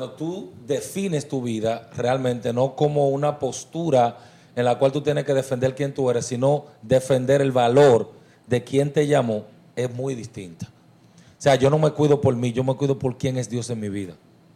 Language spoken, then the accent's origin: Spanish; Distrito Nacional, Dominican Republic; Soy de la capital.